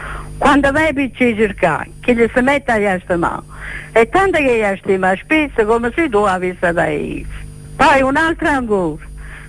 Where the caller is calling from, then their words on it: San Lorenzo, Campania, Italy; Da San Lorenzo, Benevento.